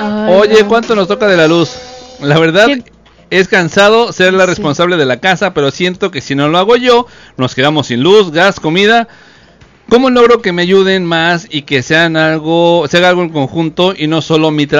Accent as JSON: {"language": "Spanish", "region": "Yucatán", "country": "Mexico", "said": "Y son preparados en Yucatán también, orgullosamente de donde soy, obviamente, orgullosamente."}